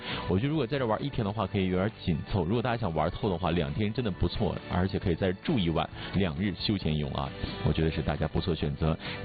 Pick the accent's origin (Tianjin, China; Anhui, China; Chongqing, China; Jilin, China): Jilin, China; 因为吉林市有好多美食，因为是我的家乡嘛